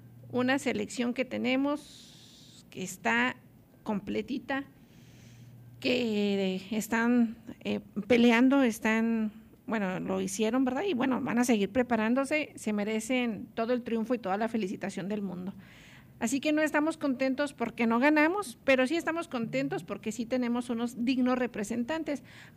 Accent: Mexico; Así somos los mexicanos

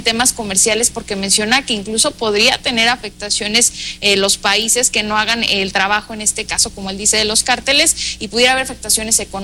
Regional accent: Mexico

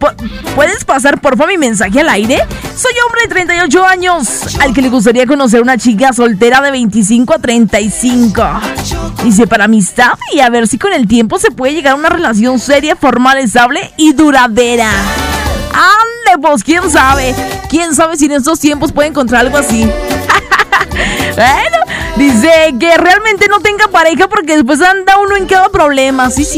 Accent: Colonia Minerva, Durango, Mexico; Yo soy originario de un pueblo cercano a la ciudad de Durango. Mi pueblo se llama Colonia Minerva.

